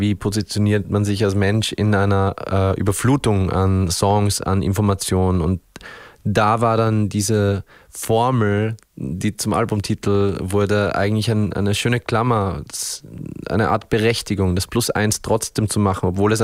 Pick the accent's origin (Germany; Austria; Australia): Austria; Upper Austria; now in Vienna, Austria; Bin ich jetzt Oberösterreicher oder bin ich beides? Bin ich eigentlich ein Wiener? Ich muss jetzt mal rechnen. Ich glaube, ich bin schon fast die Hälfte meines Lebens jetzt auch in Wien.